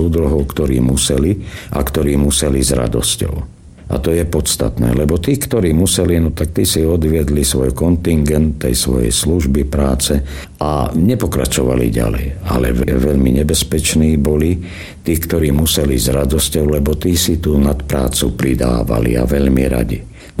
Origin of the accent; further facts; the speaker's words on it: Jablonov, Prešov Region, Slovakia; lebo som vyrastal v Jablonova, v nedalekej farnosti.